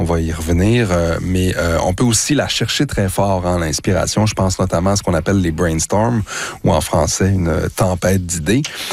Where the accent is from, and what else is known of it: Drummondville, Quebec, Canada; born or raised there